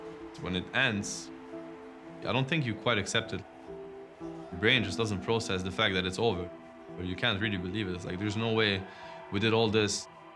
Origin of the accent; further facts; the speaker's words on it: Melbourne, Victoria, Australia; moved away as an adult; So I was born in Melbourne. I lived here with two of my sisters and one of my brother and my mom. And I pretty much lived here my whole life